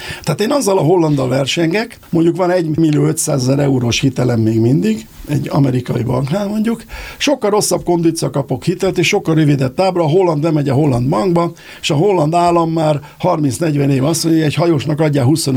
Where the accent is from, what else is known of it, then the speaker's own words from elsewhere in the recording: Hungary; Mert magyar vagyok, és mert magyar vállalkozó vagyok.